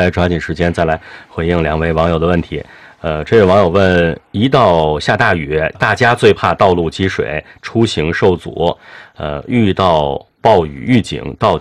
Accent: Tianjin, China; 其实我们天津人最爱去的就是我们本地，就是蓟州区啊

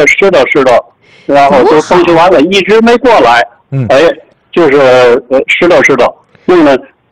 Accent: Shijiazhuang, Hebei, China; moved away; 我的老家，我就打这儿出生的

